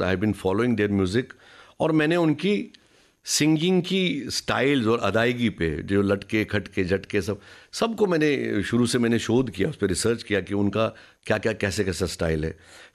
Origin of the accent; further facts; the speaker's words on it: Jammu and Kashmir, India; बोले कहाँ से आए? मैं बोला कश्मीर से आया हूँ।